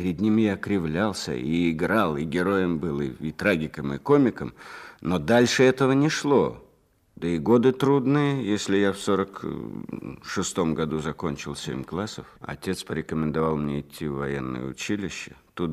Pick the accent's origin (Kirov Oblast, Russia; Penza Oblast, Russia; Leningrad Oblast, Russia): Leningrad Oblast, Russia; в Артемяке, где я родился и вырос мальчишкой, это под Ленинградом